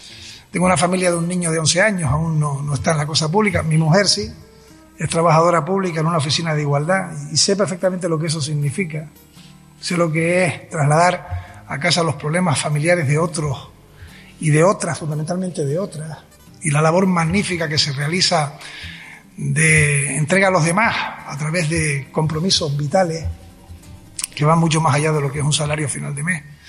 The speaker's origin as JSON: {"language": "Spanish", "town": "Arucas", "region": "Canary Islands", "country": "Spain", "tie": "born there"}